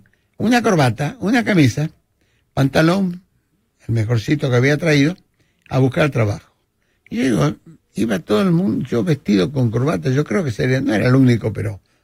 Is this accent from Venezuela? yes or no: no; Argentina; Yo como argentino estoy celebrando, maravilloso, todo lo que podamos decir